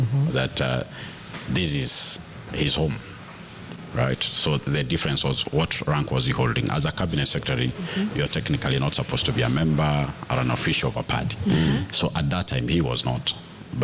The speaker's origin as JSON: {"language": "English", "town": "Nyamira", "region": "Nyamira County", "country": "Kenya", "said": "I'm from Nyamira."}